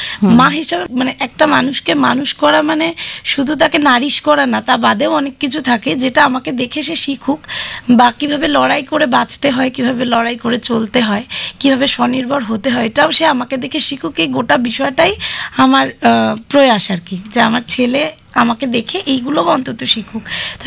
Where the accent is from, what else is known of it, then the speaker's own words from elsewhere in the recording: Durganagar, West Bengal, India; আমি দুর্গানগর থেকে এসেছি।